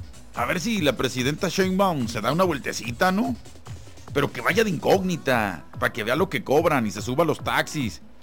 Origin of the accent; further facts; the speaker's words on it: Mexico; Oiga, pero yo quiero seguir yendo a mi tierra, que es México.